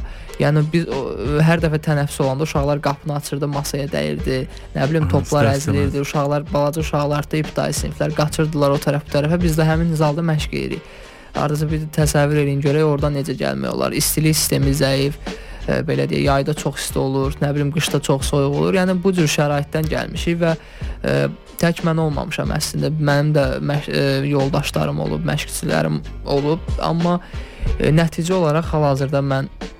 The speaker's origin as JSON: {"language": "Azerbaijani", "region": "Shabran District", "country": "Azerbaijan", "tie": "born or raised there", "said": "öz doğma rayonum Şabran rayonu, məsələn, mən Şabranlıyam"}